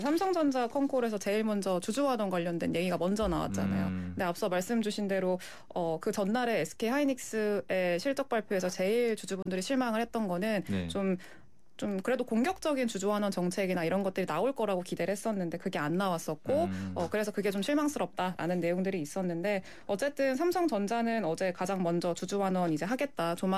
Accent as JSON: {"language": "Korean", "country": "South Korea", "said": "아무래도 한국 사람이다 보니까 심리가 네."}